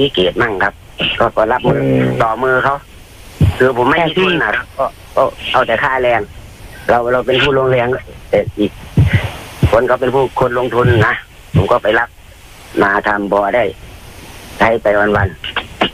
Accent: Bangkok, Thailand; ผมโตที่กรุงเทพครับผมคนบ้านนอกก็จริงแต่ผมไปเรียนตัดเย็บนี่ผมไปโตที่สามย่านครับ

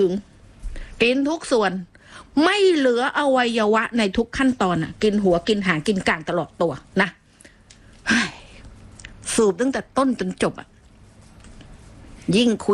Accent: Phuket, Thailand; ดิฉันนี่เกิดมาเป็นคนภูเก็ตโดยกำเนิดน

